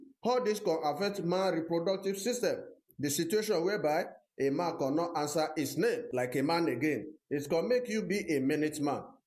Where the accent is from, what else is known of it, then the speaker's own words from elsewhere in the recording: Oyo, Nigeria; now in Enugu, Nigeria; I'm from Oyo State in Oyo Town. I'm participating at ongoing Aba Fair taking place inside ESBS radio station here in Enugu.